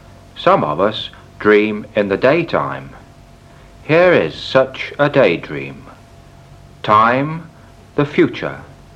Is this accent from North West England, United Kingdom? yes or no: no; Derby, East Midlands, United Kingdom; This is Derby, my hometown.